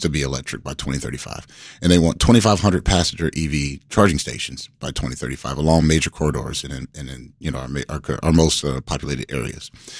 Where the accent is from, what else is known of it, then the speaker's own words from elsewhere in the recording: Atlanta, Georgia, United States; now in Chicago area, United States; I'm new to the area. I'm from Atlanta.